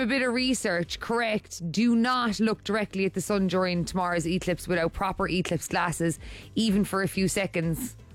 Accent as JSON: {"language": "English", "region": "Tipperary", "country": "Ireland", "said": "Wait, I'm from Tip."}